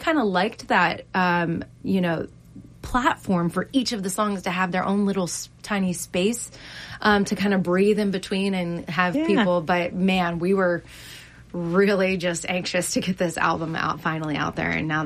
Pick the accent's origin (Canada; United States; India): United States; Youngstown, Ohio; we're from Youngstown